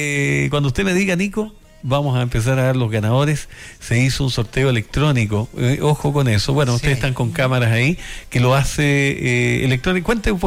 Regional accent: Peumo, O'Higgins, Chile; moved away; nosotros somos de Peumo

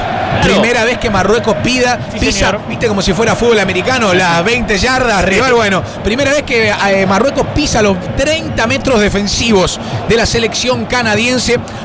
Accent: Argentina; Yo siendo argentino, primero quiero que gane Argentina.

